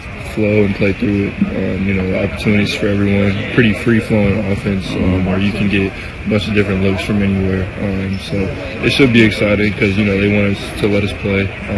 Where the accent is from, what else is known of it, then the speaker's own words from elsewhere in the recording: Missouri, United States; You know, I'm from Missouri, so, you know, we don't mess with Kansas too much.